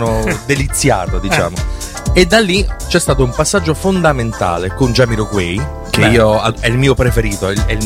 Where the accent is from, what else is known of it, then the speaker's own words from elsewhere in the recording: Campania, Italy; also born or lived in Naples; Esattamente, sono nato a Napoli, cresciuto a Parma Campania